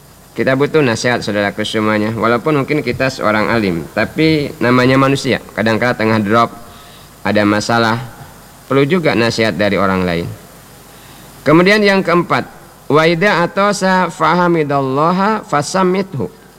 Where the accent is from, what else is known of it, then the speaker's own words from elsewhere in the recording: Bangka Belitung Islands, Indonesia; Jadi kita, kata kita orang Bangka, sekawayo memetik buah tersebut semau kita.